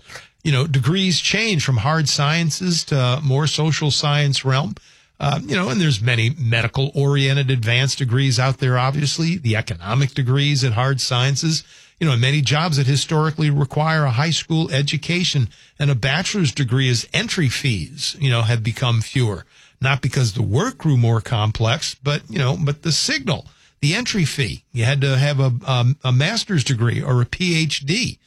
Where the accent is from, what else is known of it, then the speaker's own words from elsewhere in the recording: New Orleans, Louisiana, United States; I mean, good grief, I'm from New Orleans